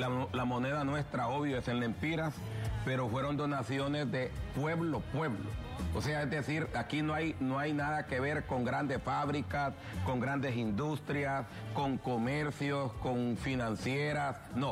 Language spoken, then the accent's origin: Spanish; Honduras; Nosotros como hondureños aquí estamos viendo este proceso, no es nada fácil.